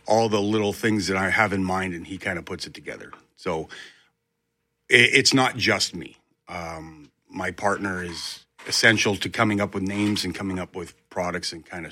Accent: Winnipeg, Manitoba, Canada; we're all from Charleswood and St. James, so mm-hmm. we didn't know the area.

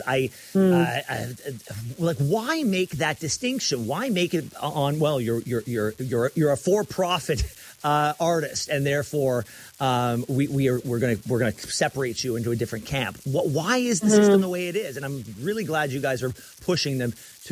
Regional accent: Canada; these awards mean something to me as a Canadian

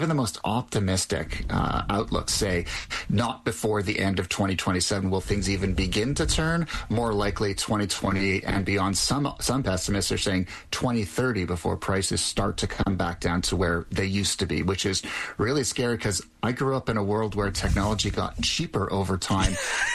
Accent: Canada; being Canadian.

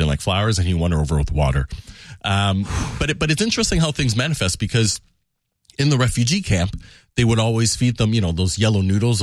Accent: Canada; there is really no reason I should have been lucky enough to be born and raised in Canada, right?

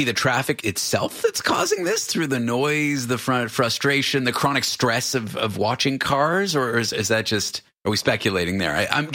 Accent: Canada; now in New York, United States; I'm from Canada. You guys live in the UK. I feel like it'll be difficult, but easier there than where I live now in the US. I mean, I live in New York.

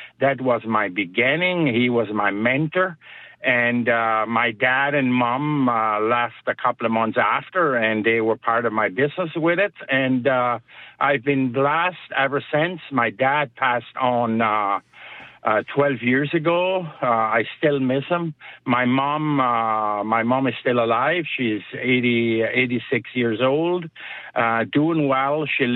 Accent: Manitoba, Canada; My dad, where I grew up most of my life in Christmas Ring Colony. I was born in St. Pierre.

